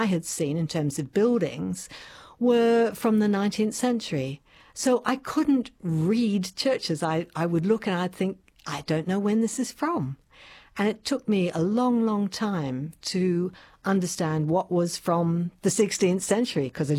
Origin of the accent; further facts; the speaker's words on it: Australia; in Australia, we know that we don't understand that we have to learn from First Nations peoples